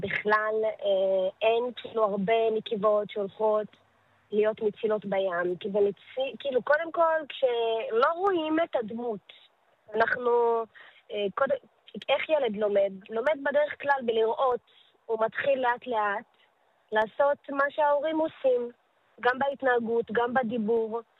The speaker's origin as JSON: {"language": "Hebrew", "town": "Tayibe", "region": "Central District", "country": "Israel", "said": "אני בת 28 … אני מטייבה"}